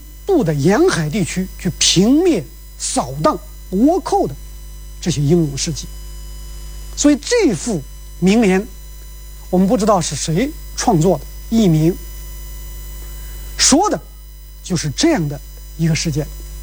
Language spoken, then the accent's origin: Chinese; China; 我们中国人